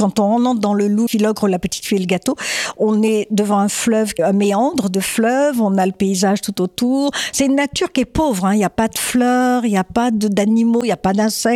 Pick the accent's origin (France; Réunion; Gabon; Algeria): Algeria; Alors moi, je venais d'Algérie, j'étais noiraude un peu.